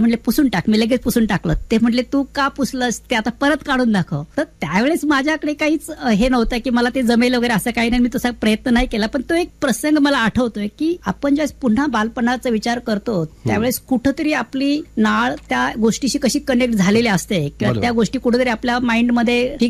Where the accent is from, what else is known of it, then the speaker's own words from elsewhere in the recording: Rajewadi, Maharashtra, India; born there; माझा जन्म हा भीमाशंकर जे एक तीर्थक्षेत्र आहे 12 ज्योतिर्लिंगापैकी एक असलेलं हिमालयाच्या सह्याद्रीच्या रांगेमध्ये असलेलं भीमाशंकर, ते भीमाशंकर पासून 20 किलोमीटर अलीकडे असणार एक राजेवाडी असं छोटस गाव आहे